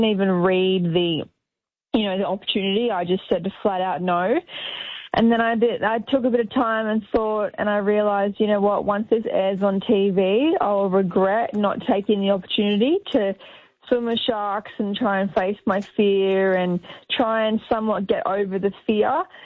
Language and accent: English; Australia; growing up in Australia